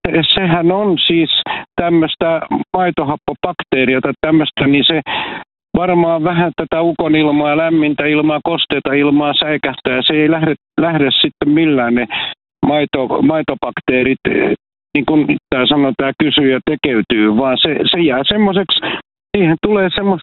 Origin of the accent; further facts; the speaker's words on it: Ruovesi, Pirkanmaa, Finland; now in Vihti, Finland; mä oon maalta lähtöisin Ruovedeltä ja asun edelleen maalla Vihdin kirkonkylässä.